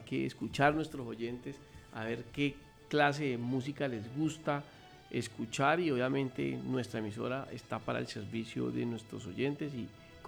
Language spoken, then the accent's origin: Spanish; Tocaima, Cundinamarca, Colombia; moved away as an adult; now in Bucaramanga metropolitan area, Santander, Colombia; Yo soy oriundo de Cundinamarca, Tocaima, pero yo siempre digo que uno no es de donde nace, uno es de donde pelea y de donde trabaja, y pues en este momento pues soy aquí santandereano porque llegué fue a trabajar por Santander